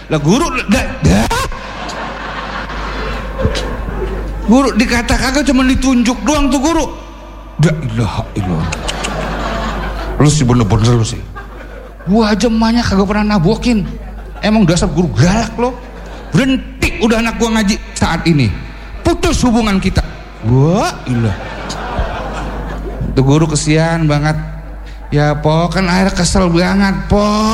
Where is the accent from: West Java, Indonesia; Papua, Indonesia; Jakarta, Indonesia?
Jakarta, Indonesia; Ya saya kan orang Betawi pinggiran Pak. Tadi kata MC saya orang Jakarta, padahal sih nggak tapi Jakarta saya.